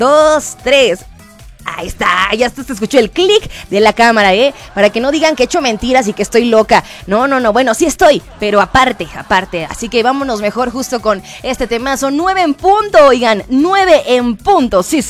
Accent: Fresnillo, Zacatecas, Mexico; Somos de Fresnillo, Zacatecas, México, oigan. Aquí está la mejor Zacatecas

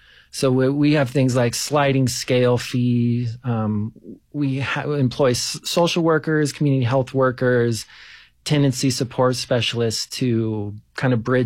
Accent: California, United States; I grew up in Southern California, San Bernardino County.

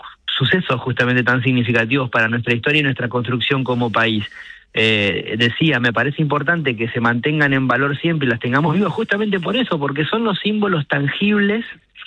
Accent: Argentina; lo primero que sucede es que somos argentinos, nos sabemos argentinos y nos sentimos como nos sentimos por ser argentinos.

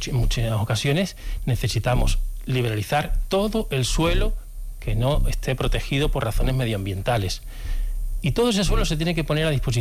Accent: San Fernando, Andalusia, Spain; born there; now in Seville, Spain; No, nací en San Fernando.

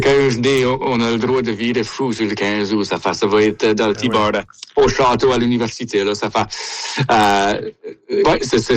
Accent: Baie-Sainte-Marie, Nova Scotia, Canada; accent: Baie-Sainte-Marie; moi, notre accent à la Baie-Sainte-Marie, dans le sud-ouest de la Nouvelle-Écosse, c'est un peu potent comparé à le restant de la francophonie.

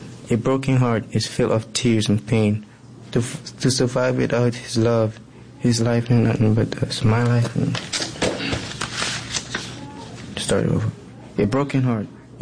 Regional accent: Ghana; When I was growing up in Ghana, I didn't make my mom proud.

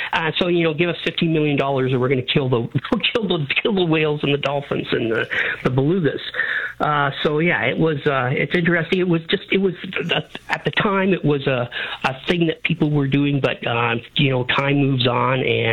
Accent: Pelham, Ontario, Canada; I grew up in Pelham

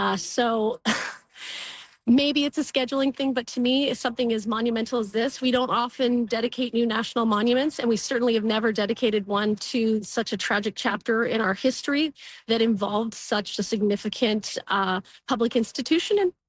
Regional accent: British Columbia, Canada; as a British Columbian

